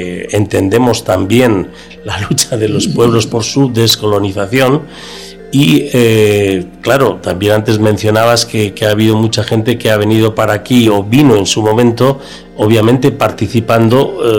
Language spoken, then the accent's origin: Spanish; Basque Country, Spain; moved away; vengo de Europa, pero siempre digo que soy vasco.